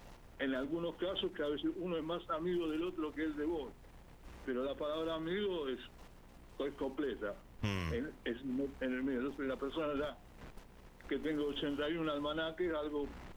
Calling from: Buenos Aires, Argentina; De Villa del Parque.

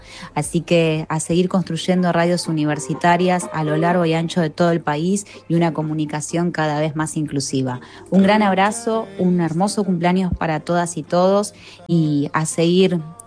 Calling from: La Matanza, Buenos Aires Province, Argentina; acompañar desde este saludo, desde La Matanza

